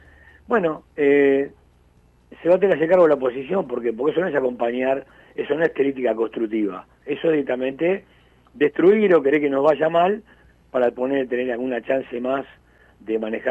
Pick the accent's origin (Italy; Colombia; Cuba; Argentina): Argentina; como somos los argentinos